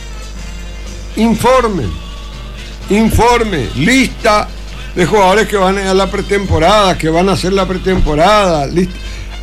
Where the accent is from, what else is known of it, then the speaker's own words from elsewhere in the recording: Luque, Central, Paraguay; como somos de Luque, queremos al luqueño